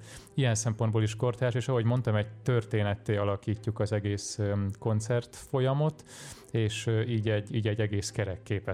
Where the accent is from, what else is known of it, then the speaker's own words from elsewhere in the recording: Zala, Hungary; moved away; én magam is egy zalai kisfaluból származom